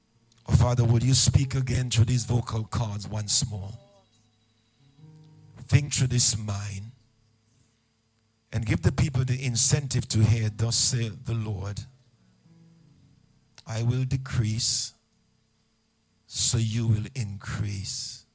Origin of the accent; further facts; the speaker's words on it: St. Vincent & Grenadines; born there; moved away; also born or lived in Tortola; I lived in Tortola for 40 years. I was born in St. Vincent, lived in Tortola, pastored in Tortola for 34, almost 35 years.